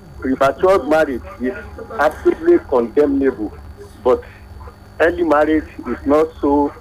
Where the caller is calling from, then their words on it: Sango, Nigeria; from Sango.